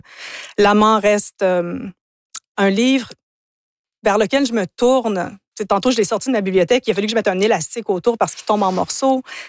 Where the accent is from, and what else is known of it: Ontario, Canada; first language English; French is a second language; also born or lived in United States / England